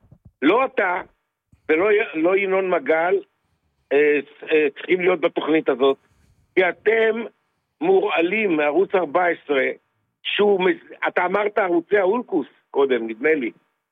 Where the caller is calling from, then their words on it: Northern District, Israel; אני מקיבוץ. לא אגיד מאיזה